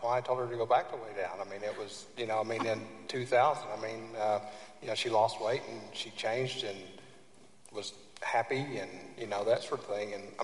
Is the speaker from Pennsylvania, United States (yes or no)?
no; Oklahoma, United States; so I'm originally from Oklahoma, and we went home to see my family and my uncle